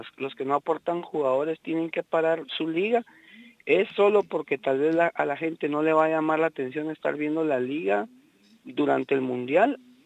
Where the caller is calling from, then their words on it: Guatemala City, Guatemala Department, Guatemala; de Zona 16